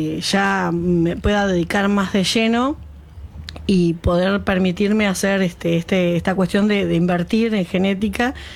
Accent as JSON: {"language": "Spanish", "town": "Tapalqué", "region": "Buenos Aires Province", "country": "Argentina", "said": "de mi pueblo, que es Tapalqué"}